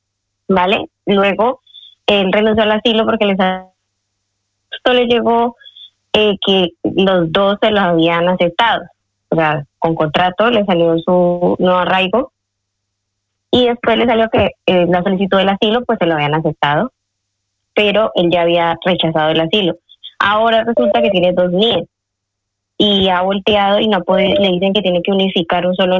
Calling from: Bogotá, Colombia; de Bogotá.

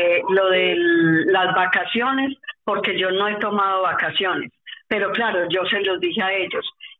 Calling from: Madrid, Community of Madrid, Spain; me comunico de aquí de Carabanchel Alto.

